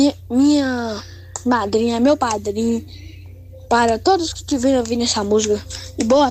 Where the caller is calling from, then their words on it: Brazil; da Fazenda Lua Bonita, né, da Conceição.